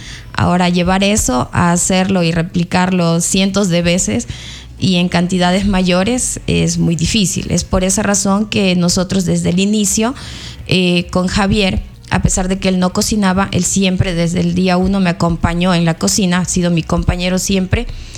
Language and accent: Spanish; Ecuadorian coast, Ecuador; moved away as an adult; also born or lived in Zaruma; now in Cuenca, Ecuador; yo soy de la costa. Yeah. Mis raíces son sarumeñas. Pero vivo ya aquí en Cuenca 20 años, más de 20 años.